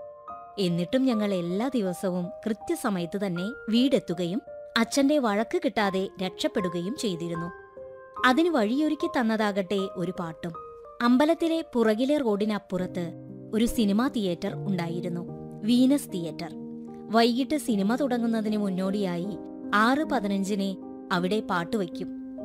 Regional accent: Peruvemba, Kerala, India; പാലക്കാട് ജില്ലയിൽ വാദ്യോപകരണ നിർമ്മാണത്തിന് പേരുകേട്ട പെരുവെമ്പ് എന്ന ഗ്രാമത്തിലെ സമ്പന്നമായ എന്റെ കുട്ടിക്കാലം

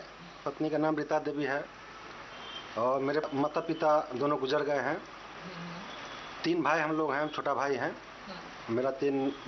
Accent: Latehar district, Jharkhand, India; ग्राम जीपुआ टोला बुचुआटार थाना बालूमाथ जिला लातेहार का निवासी हूँ।

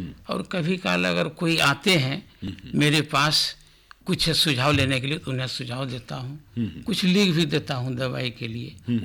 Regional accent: Banka district, Bihar, India; बाल्यकाल यहीं बीता।

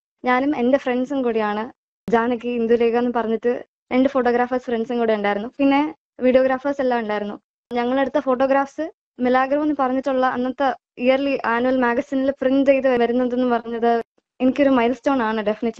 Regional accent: Nagercoil, Tamil Nadu, India; moved away as an adult; Nagercoil സ്വദേശിനിയാണ്

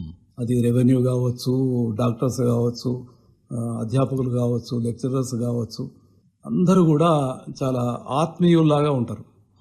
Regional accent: Telangana, India; born there; moved away as an adult; అక్కడ మా ఊరేమో మహాముత్తాల, మధ్యలో కరీంనగర్.

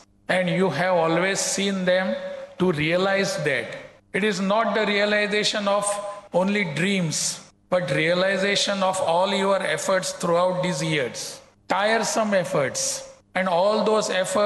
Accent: Goa, India; Even in some places, I'm coming from Goa. In Goa, we call learned persons as doctors.

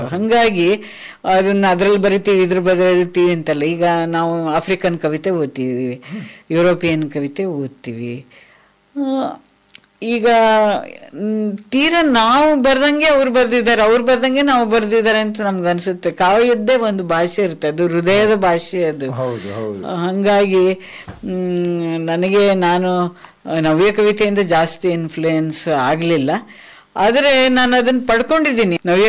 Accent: Karnataka, India; ನನ್ನ ಊರಿನ ತುಂಗಾ ನದಿ ಕಾಡು ಬೆಟ್ಟ ಗುಡ್ಡ ಎಲ್ಲ ನೆನಪು ಬರ್ತಿತ್ತು.

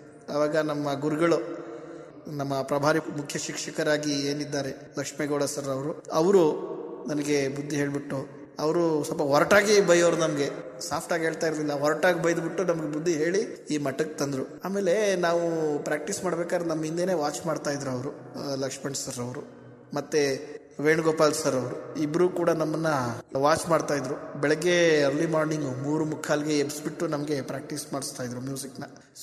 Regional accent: Galihalli, Karnataka, India; now in Mysuru, India; ನನ್ನ ಊರು ಚಿಕ್ಕಮಗಳೂರು ಜಿಲ್ಲೆಯ ಕಳಸಾಪುರ ಹತ್ತಿರ ಒಂದು ಕುಗ್ರಾಮ ಗಾಳಿಹಳ್ಳಿ ಅಂತ.

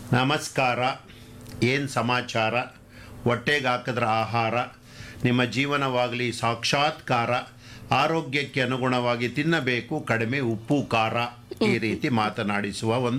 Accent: Hosakote, Karnataka, India; ನಮ್ಮ ಹೊಸಕೋಟೆ ತಾಲೂಕು ಅರೆಹಳ್ಳಿ ಗ್ರಾಮ ಕಲ್ಕುಂಟೆ ಅಗ್ರಹಾರ ಅನ್ನೋ ಶ್ರೀ ರಂಗನಾಥ ಪ್ರೌಢಶಾಲೆಯಲ್ಲಿ ನಂದು 10ನೇ ತರಗತಿ ತನಕ ವಿದ್ಯಾಭ್ಯಾಸ.

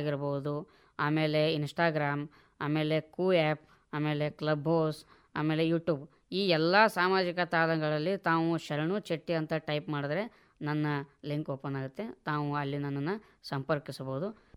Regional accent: Vijayapura, Karnataka, India; ನಮ್ಮ ವಿಜಯಪುರ ಸ್ಮಾರಕಗಳ ನಗರಿ ಅಂತ ಹೇಳ್ಬೋದು.

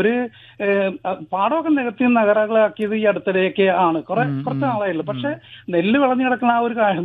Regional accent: Kochi, Kerala, India; ഞാൻ ജനിച്ചുള്ള നാടാണ്

